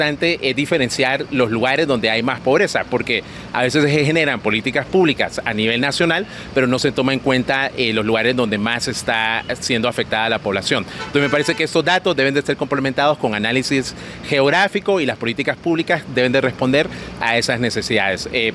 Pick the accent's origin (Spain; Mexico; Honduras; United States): Honduras